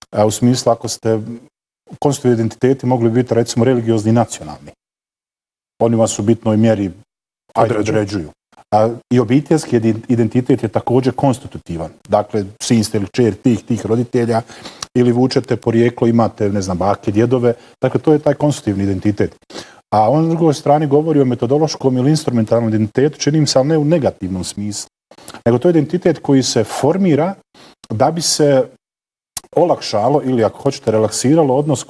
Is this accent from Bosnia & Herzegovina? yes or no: yes; Bosnia & Herzegovina